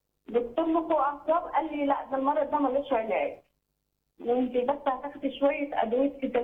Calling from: Beheira, Egypt; من البحيرة.

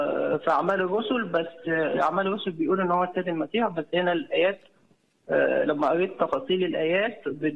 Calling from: Cairo, Cairo Governorate, Egypt; من القاهرة

